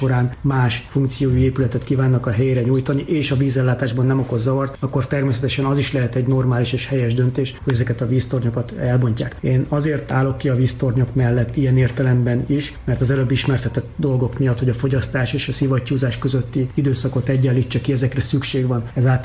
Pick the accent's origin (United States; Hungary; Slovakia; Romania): Hungary; Siófok, Somogy; moved away as an adult; now in Debrecen, Hungary; én Siófokról származom, korábban az ott lévő vízműnél dolgoztam